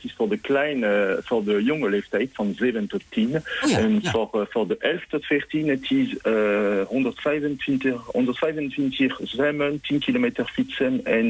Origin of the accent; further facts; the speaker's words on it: France; now in Netherlands; Ja, ik ben Fransman, klopt.